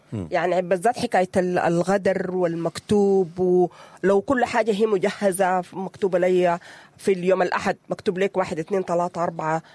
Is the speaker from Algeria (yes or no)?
no; Sudan; نرجع لمجتمعنا السوداني.